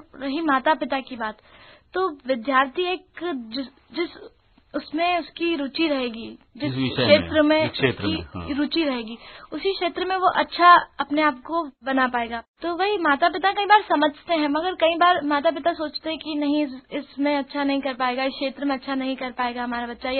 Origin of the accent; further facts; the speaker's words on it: Indore, Madhya Pradesh, India; born there; संतोष जी, इंदौर में ही मेरा जन्म हुआ है